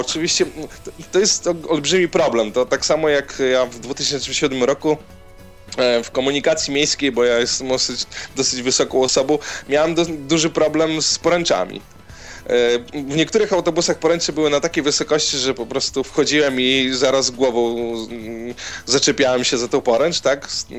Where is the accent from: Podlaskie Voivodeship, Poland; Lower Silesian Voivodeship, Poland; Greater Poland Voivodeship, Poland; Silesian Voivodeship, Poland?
Podlaskie Voivodeship, Poland; Białystok